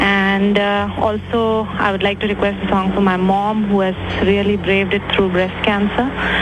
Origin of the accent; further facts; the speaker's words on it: India; Actually, it's a very complicated name because I'm an Indian, so...